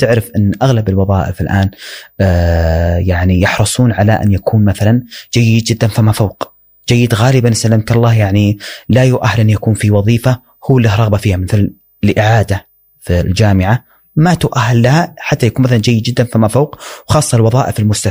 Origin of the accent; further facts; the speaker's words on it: Saudi Arabia; إذا قيل ما قبيلة تقول أنا سعودي.